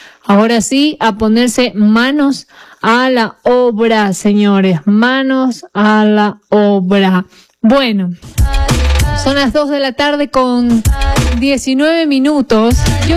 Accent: Ecuador; nos quedó como que la pica como ecuatorianos

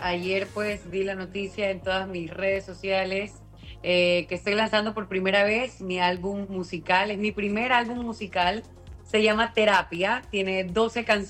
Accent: Ecuador; ahorita estoy en Guayaquil, acá en mi país, Ecuador.

